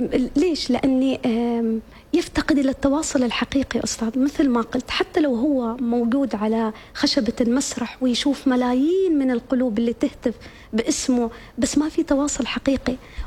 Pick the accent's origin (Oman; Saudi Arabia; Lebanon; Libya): Oman; ونحن كمجتمع عماني